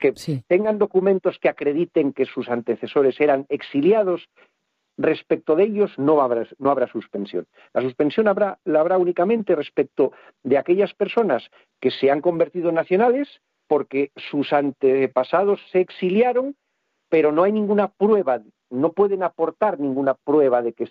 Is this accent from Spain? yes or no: yes; Spain; Aquí se trata simplemente de que soy español